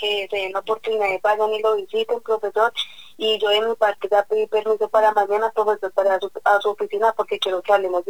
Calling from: Bogotá, Colombia; Lo llamo acá de Bogotá, del barrio Verbenal.

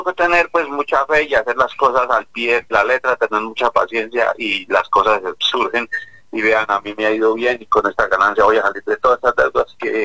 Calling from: Macanal, Boyacá, Colombia; Buenas tardes, te estoy llamando de Macanal

